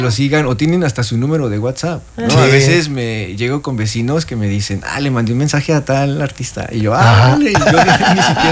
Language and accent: Spanish; Guadalajara, Jalisco, Mexico; Yo soy de Guadalajara.